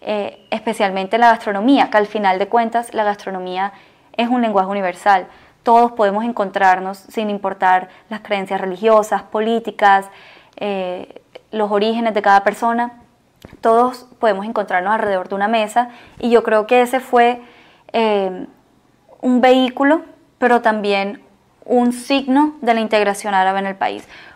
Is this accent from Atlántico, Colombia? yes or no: yes; Barranquilla, Atlántico, Colombia